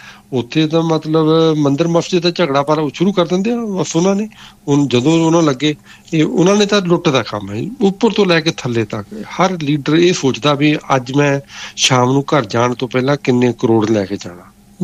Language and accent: Punjabi; Jalandhar, Punjab, India; ਤੇ ਮੇਰਾ ਪਿੰਡ ਜਲੰਧਰ ਲੱਗਿਆ ਸੀ, ਉੱਥੇ ਜਲੰਧਰ ਵਗੈਰਾ ਦੇ ਲਵਾ ਰਹੇ